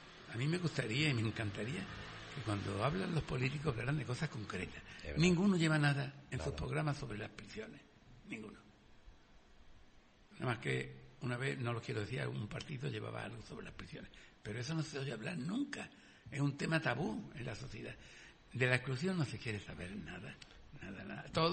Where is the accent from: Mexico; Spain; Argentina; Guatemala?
Spain; Jerez de la Frontera, Andalusia; Yo soy de Jerez, conozco el chicle.